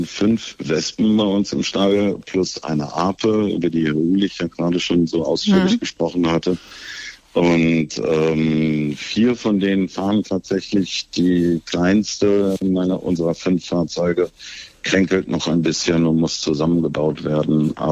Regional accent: North Rhine-Westphalia, Germany; Als Jugendlicher hatte man bei uns im Ruhrgebiet nicht viele Möglichkeiten, außer mit dem Fahrrad oder den Öffentlichen zu fahren.

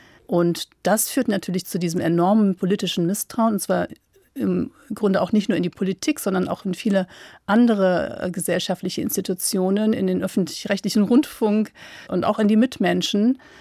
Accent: Düsseldorf, North Rhine-Westphalia, Germany; now in Cologne, Germany; ich würde mich heute als Kölnerin bezeichnen, obwohl ich in Düsseldorf geboren bin. Das ist ja nicht so selbstverständlich, wenn man selber aus dem Rheinland kommt

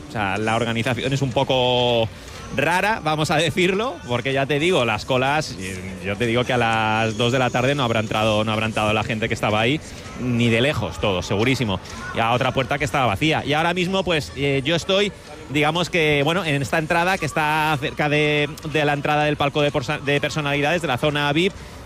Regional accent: Spain; No, yo soy de España.

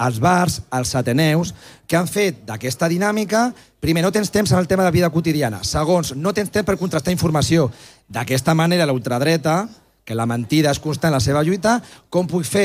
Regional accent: Terrassa, Catalonia, Spain; Jo soc del Vallès de Terrassa, no?

